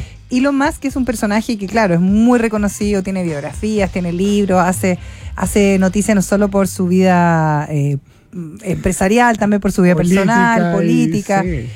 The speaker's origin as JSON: {"language": "Spanish", "country": "Chile", "said": "Que es lo que tenemos más cerca como chilenos, ¿no?"}